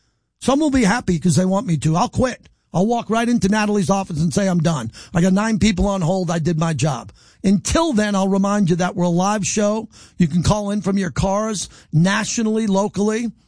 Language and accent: English; Massapequa, New York, United States; my hometown of Massapequa, Long Island